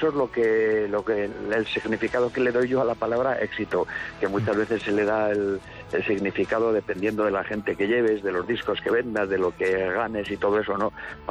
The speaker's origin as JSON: {"language": "Spanish", "town": "Barbastro", "region": "Aragon", "country": "Spain", "tie": "born there", "said": "tengo muchos amigos por la zona, por Monzón. Yo nací ahí al lado, en Barbastro."}